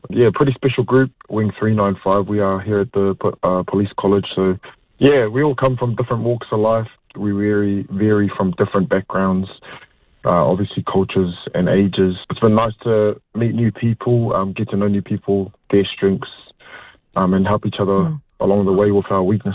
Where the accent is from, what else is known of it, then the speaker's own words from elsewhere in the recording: Wellington, New Zealand; I'm from Wellington